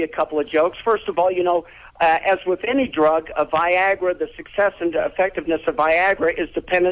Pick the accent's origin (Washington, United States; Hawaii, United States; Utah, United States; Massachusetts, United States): Utah, United States; Salt Lake City; born there; And I was born in Salt Lake City.